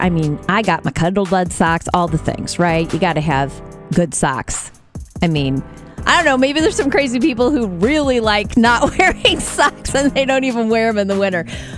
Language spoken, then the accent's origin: English; Metamora, United States; it does also dig up a memory from growing up in Metamora and going to St. Mary's Church, where we had a priest by the name of Father Matthew who was known for wearing red socks with his sandals.